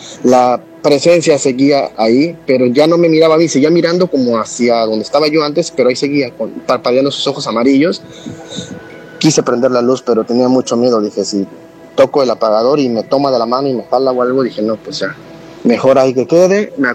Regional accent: Veracruz, Mexico; Hola, Gina y Nacho. … soy de Veracruz.

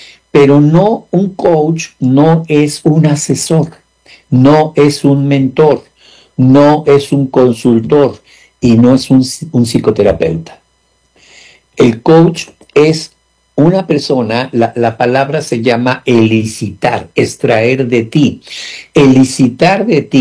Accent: Mexico; decimos en México chismoso

